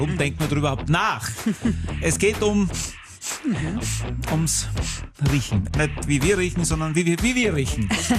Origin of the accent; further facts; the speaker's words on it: Styria, Austria; Als Steirer sagt man Leckbuckel